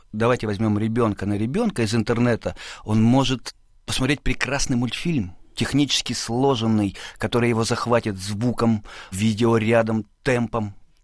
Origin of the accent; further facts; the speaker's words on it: Siberia, Russia; я родом из Сибири, да, там вот из этой той самой тайги